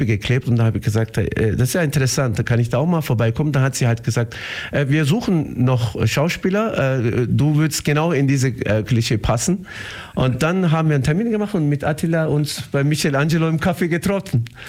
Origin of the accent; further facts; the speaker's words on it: Garmisch-Partenkirchen, Bavaria, Germany; born there; Ich bin in Garmisch-Partenkirchen geboren, also ist auch...